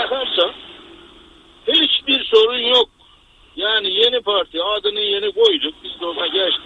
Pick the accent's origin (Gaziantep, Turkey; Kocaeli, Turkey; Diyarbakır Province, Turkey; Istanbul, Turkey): Gaziantep, Turkey; ben Antep'ten.